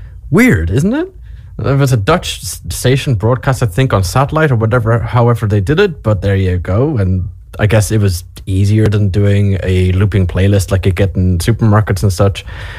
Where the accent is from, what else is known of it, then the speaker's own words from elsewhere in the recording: Waterford, Munster, Ireland; growing up in Waterford